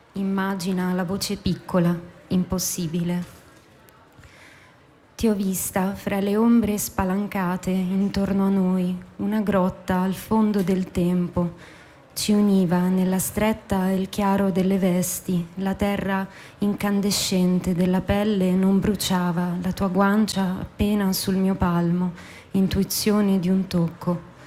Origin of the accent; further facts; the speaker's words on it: Saronno, Lombardy, Italy; born there; Sono nata in provincia di Varese